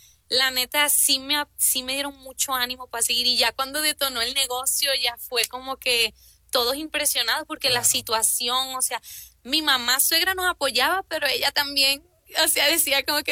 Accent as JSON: {"language": "Spanish", "country": "Mexico", "said": "pero sí como que yo soy mexicana y yo como comida mexicana."}